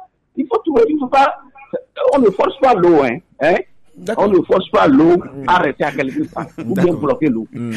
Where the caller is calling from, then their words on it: Lomé, Maritime, Togo; je suis à Kakabili, mais j'appelle de Adoboukome.